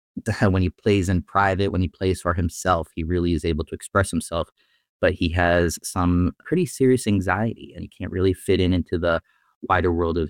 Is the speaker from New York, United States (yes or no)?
no; Longmeadow, Massachusetts, United States; So I grew up in Longmeadow, and I have very, very strong connections to the place. Very, very fond memories of growing up there.